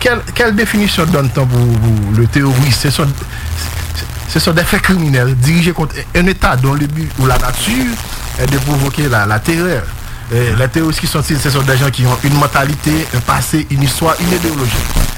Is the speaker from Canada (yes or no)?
no; Haiti; Et la négritude, nous sommes des Noirs, nous qui sommes des Haïtiens.